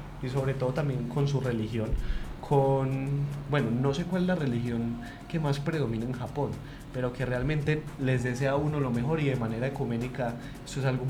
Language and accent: Spanish; Colombia